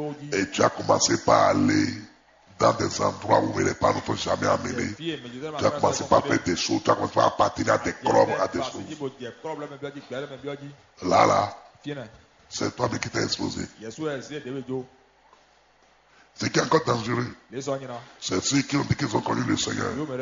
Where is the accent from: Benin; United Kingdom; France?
Benin; Porto-Novo, Ouémé; je suis de Porto Novo